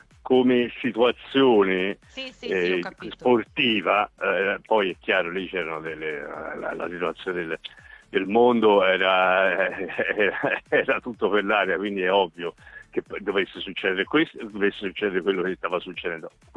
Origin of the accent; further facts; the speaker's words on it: Piedmont, Italy; che ne so, Pinerolo Chivasso, per dirlo da piemontese